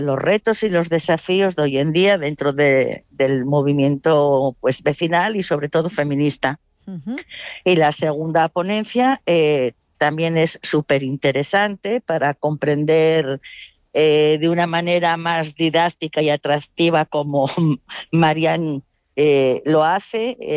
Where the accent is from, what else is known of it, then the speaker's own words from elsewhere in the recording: Asturias, Spain; a mi tierra y en este caso pues a Oviedo